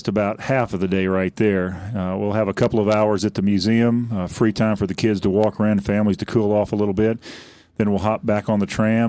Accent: the South, United States; I'm from the South, as you can probably tell, and this is really nice winter weather for us.

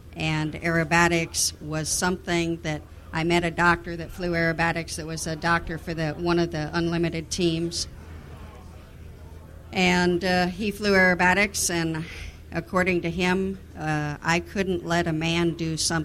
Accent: Omaha, Nebraska, United States; now in La Porte, United States; Well, I live in LaPorte, Texas, originally from Omaha, Nebraska, but I've been in Texas for so many years now

